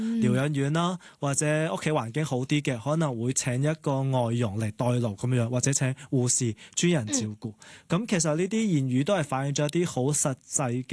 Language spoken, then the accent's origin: Cantonese; Hong Kong; 我们香港人呢都有一个很特别的文化，就是比家用。